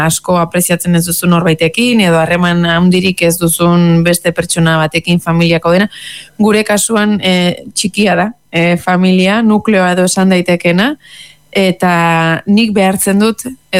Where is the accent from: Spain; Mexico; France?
France; Nouvelle-Aquitaine